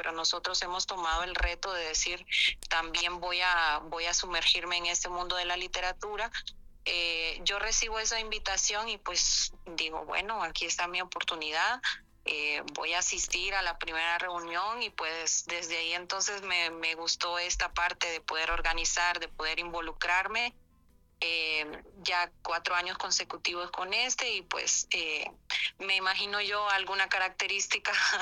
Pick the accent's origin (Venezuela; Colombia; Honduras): Honduras; San Marcos, Ocotepeque